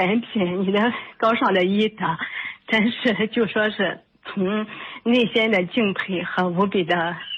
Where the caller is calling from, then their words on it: Zibo, Shandong, China; 我是来自淄博的。